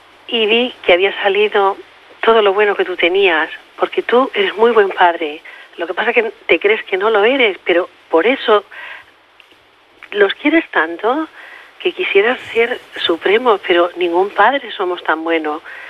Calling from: Cerdanyola del Vallès, Catalonia, Spain; Yo fui la señora que te dije que vivía al lado tuyo, vivo en Sardañola.

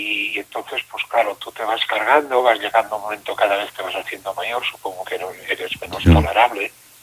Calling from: Santa Cristina d'Aro, Catalonia, Spain; vivo en Alampurdá.

